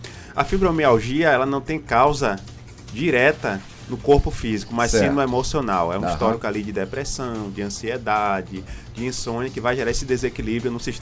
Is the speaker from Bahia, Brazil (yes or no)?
yes; Bahia, Brazil; eu sou de Piauí, na Bahia.